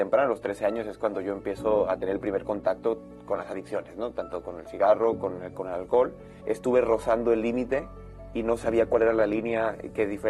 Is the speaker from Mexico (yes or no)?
yes; Mexico; moved away; yo nací en México en el año 1995, así que ahora tengo, 23, 24 años.